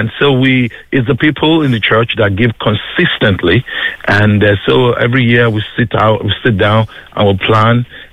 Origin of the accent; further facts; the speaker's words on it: Nigeria; now in Ireland; I'm originally from Nigeria, and my wife, she's from Tipperary. I came over to Ireland about 20.